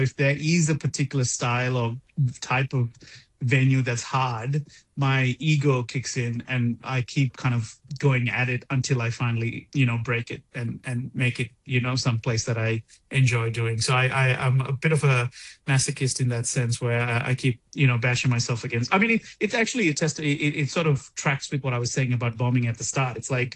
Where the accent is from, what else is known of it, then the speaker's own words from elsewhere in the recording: Colombo, Western Province, Sri Lanka; also born or lived in Melbourne; growing up in Sri Lanka in Colombo as well, and then Melbourne